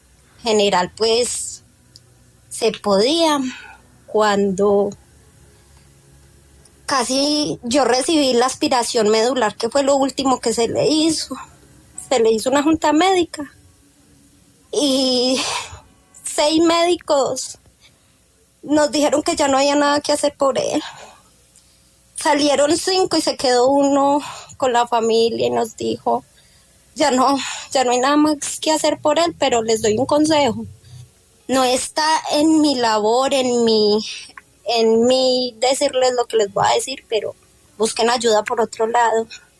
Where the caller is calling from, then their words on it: Pereira, Risaralda, Colombia; nosotros somos de Risaralda, o sea, de Pereira